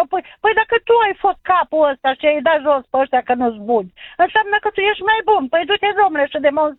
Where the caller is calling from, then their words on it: Bistrița, Bistrița-Năsăud, Romania; de la Bistrița.